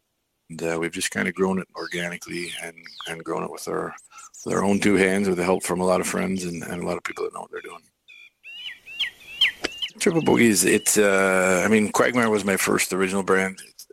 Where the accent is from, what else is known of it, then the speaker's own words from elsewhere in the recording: St. Thomas, Ontario, Canada; moved away as an adult; also born or lived in Australia; now in Toronto, Canada; I grew up in St. Thomas. So we go back there and check on things and visit our family, where our families are both still from there.